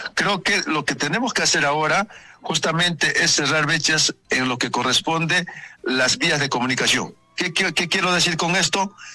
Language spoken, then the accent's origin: Spanish; Oyolo, Ayacucho, Peru; yo soy oyolino, soy hijo de la villa de Oyolo